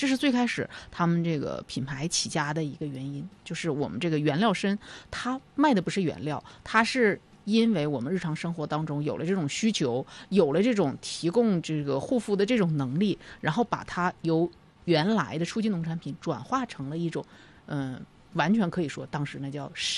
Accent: Jilin, China; 对于咱们吉林人来讲

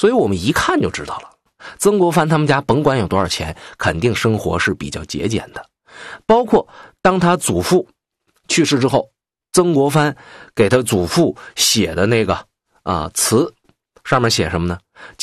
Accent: Northeast China, China; accent: Northeastern; 用我们东北话来讲跟头把似的。

